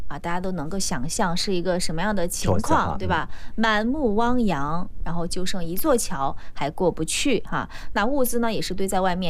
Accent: Sichuan, China; 我们四川人都会把它读成五

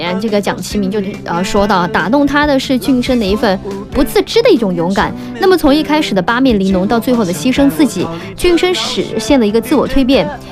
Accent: China; 咱们中国人

